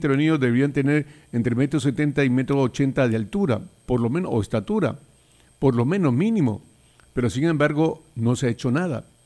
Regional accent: Peru

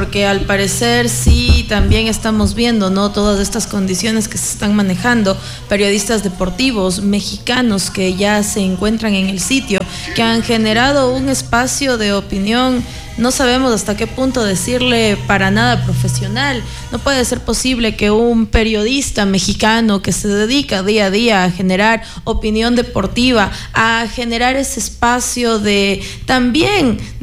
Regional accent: Ecuador; todos a la final y al final del día somos ecuatorianos.

